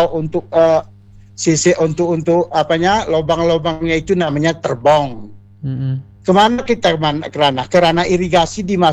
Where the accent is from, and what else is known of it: Aceh, Indonesia